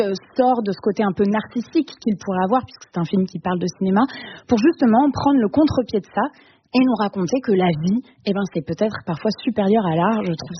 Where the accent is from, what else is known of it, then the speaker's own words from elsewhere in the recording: France; j'ai bien peur que ce soit un petit peu trop niche, peut-être, et qu'en tant que français, on soit trop concentré sur ce film.